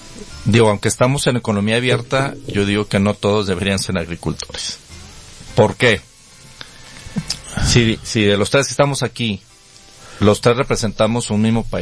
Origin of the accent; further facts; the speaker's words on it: Jalisco, Mexico; yo soy de Jalisco